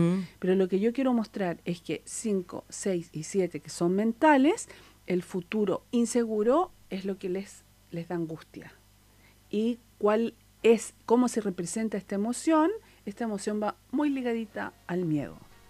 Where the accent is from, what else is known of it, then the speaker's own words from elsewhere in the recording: Buenos Aires, Argentina; moved away; Yo soy de Buenos